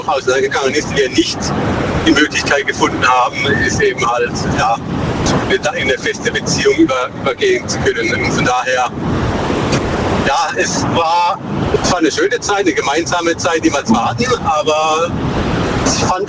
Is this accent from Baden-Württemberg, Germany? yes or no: yes; Baden-Württemberg, Germany; Aus der Nähe vom Bruchsal.